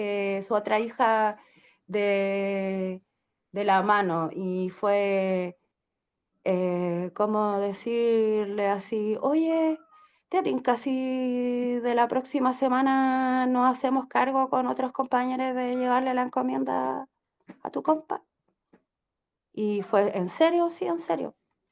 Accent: Peumo, O'Higgins, Chile; born there; Yo, una familia numerosa, nací en Peum, un pueblo chico con una cana en el medio del pueblo.

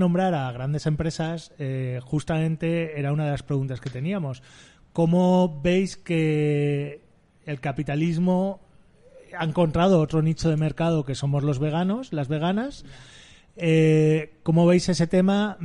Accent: La Rioja, Spain; now in Granada, Spain; Yo vengo de La Rioja.

